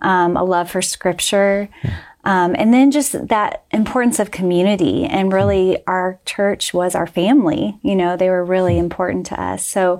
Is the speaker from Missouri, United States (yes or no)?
yes; Springfield, Missouri, United States; So, so I grew up in Springfield, Missouri. We went to the Church of Christ my entire childhood, never went to any other church.